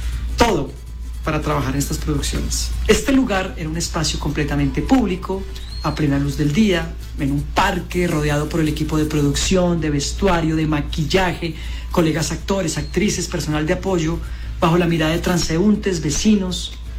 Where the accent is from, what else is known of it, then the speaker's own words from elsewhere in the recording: Colombia; Soy actor colombiano